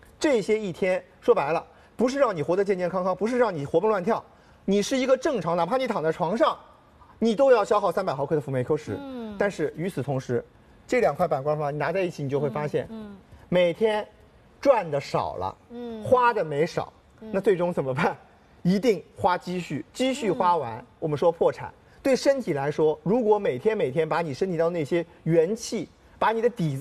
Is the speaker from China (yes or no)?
yes; Shanghai, China; 其实咱们上海人现在很多叔叔阿姨的退休生活过得非常的好